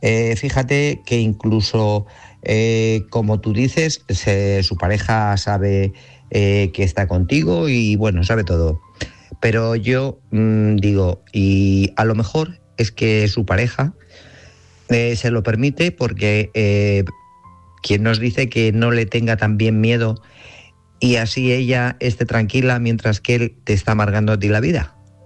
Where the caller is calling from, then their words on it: Guadalajara, Castilla-La Mancha, Spain; Corresponsables y oyentes … de Guadalajara.